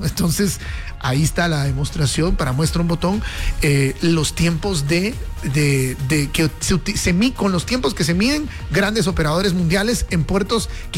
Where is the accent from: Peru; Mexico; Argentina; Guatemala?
Guatemala